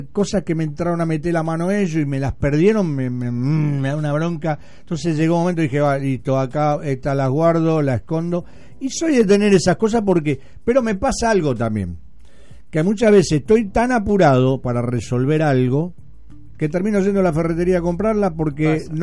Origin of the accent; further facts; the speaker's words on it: Argentina; Como buen argentino, todo lo atamos con alambre.